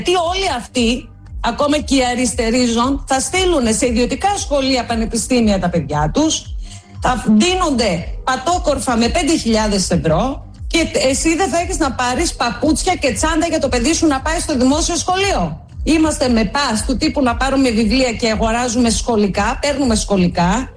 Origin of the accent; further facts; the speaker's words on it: Greece; σαν μια Ελληνίδα μάνα